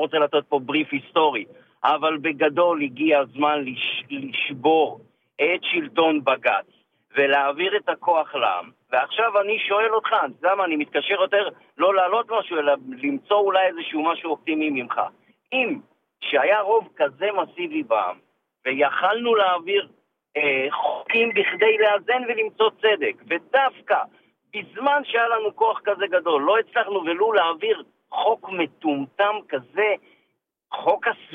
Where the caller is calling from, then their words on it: Givatayim, Tel Aviv District, Israel; אני מגבעתיים.